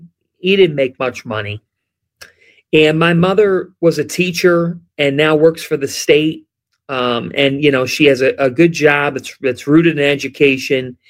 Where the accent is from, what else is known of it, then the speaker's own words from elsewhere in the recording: Cleveland, Ohio, United States; I don't like the pity party because I'm from Cleveland.